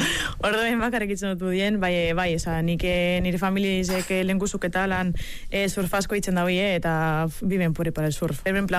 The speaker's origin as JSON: {"language": "Basque", "town": "Bermeo", "region": "Basque Country", "country": "Spain", "said": "Ni bermiotarra."}